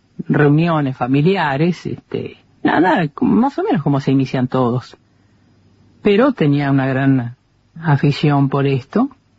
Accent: Montevideo, Uruguay; also born or lived in Melo, Uruguay; No, en Montevideo. No, de muy chica nos trasladamos a Montevideo.

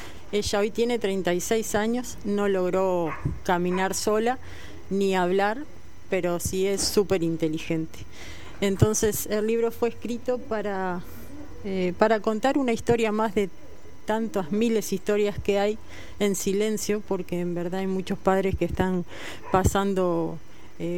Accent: Montevideo, Uruguay; moved away as an adult; now in Colonia, Uruguay; yo soy de Montevideo, hace 6 años me vine para Colonia.

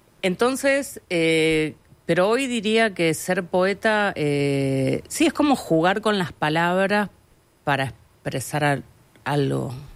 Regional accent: Mendoza, Argentina; yo crecí en Mendoza

